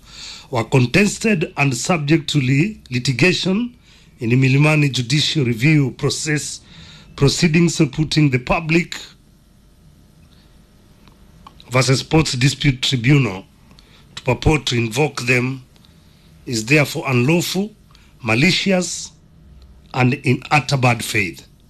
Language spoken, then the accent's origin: Swahili; Kenya; Sisi ni wa Kenya.